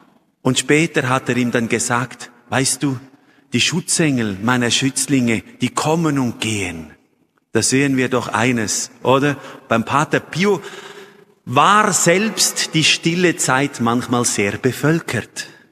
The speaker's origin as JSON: {"language": "German", "country": "Switzerland", "said": "ich bin ja ein Schweizer schließlich, oder?"}